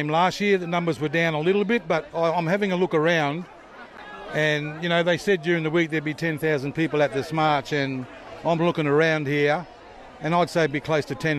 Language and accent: English; Northern Territory, Australia; My mob, I'm born and bred Larrakia country. I always respect that.